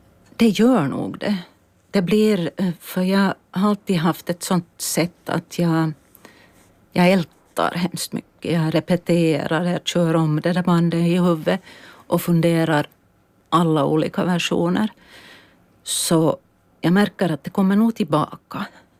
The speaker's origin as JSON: {"language": "Swedish", "town": "Ekenäs", "region": "Uusimaa", "country": "Finland", "tie": "born or raised there", "moved": "as an adult", "lives_now": "Åland, Finland", "said": "Vi har bott länge i Ekenäs, jag är född och uppvuxen i Ekenäs."}